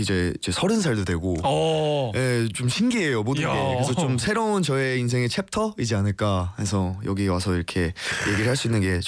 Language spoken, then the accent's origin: Korean; Canada; moved away as an adult; now in South Korea; 저는 캐나다에서 왔고 이제 7년이 벌써 됐습니다.